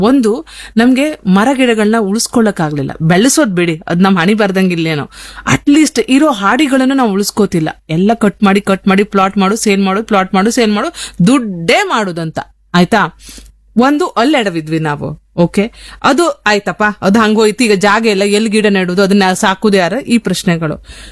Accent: Karnataka, India; moved away; also born or lived in Mumbai; ನಾನು ಇದೇ ಊರಂಗಿದ್ದವಳು ಕರಾವಳಿಯಲ್ಲಿ, ನಮ್ದದೇ 4,500 ಮಿಲಿಮೀಟರ್ ಮಳೆ ಕಂಡವ್ರು.

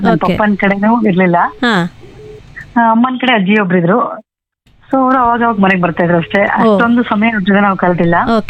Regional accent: Shivamogga, Karnataka, India; ನಾನು ಶಿವಮೊಗ್ಗ ಮೂಲತಃ ಆಯೋದವಳು.

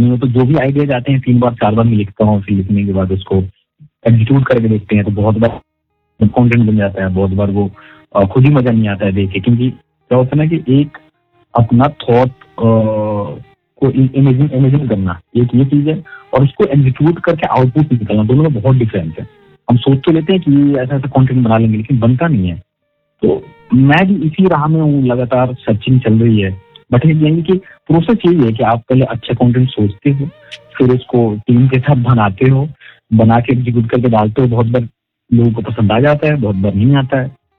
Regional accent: Bihar, India; मैं बिहार से हूँ

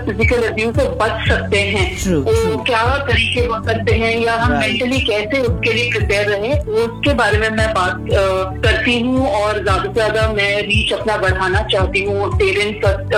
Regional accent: Delhi, India; मैं बंगाली हूँ बट मैं दिल्ली में ही पली बड़ी हूँ

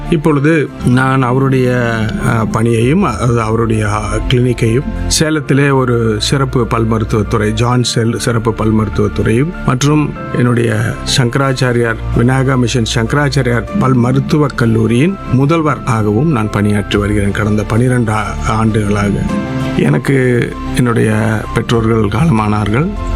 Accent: Mettur, Tamil Nadu, India; also born or lived in Davangere; now in Salem, India; நான் மேட்டூர் என்ற தாலுக்கிலே பிறந்து வளர்ந்தவன். சேலம் மாவட்டத்தில்

